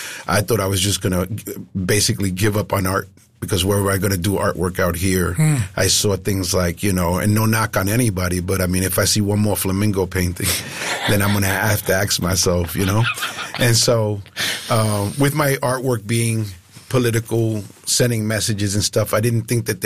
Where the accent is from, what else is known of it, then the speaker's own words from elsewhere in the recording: New York, United States; moved away; I've heard about this place. I'm a transplant from New York.